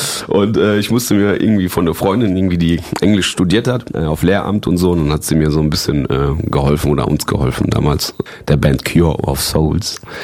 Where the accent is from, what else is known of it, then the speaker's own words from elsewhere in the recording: Recklinghausen, North Rhine-Westphalia, Germany; Damit haben wir uns dann beworben beim Kinderjugendparlament in Recklinghausen, also in meiner Heimatstadt, wo ich jetzt zu der Zeit wo ich halt immer noch lebe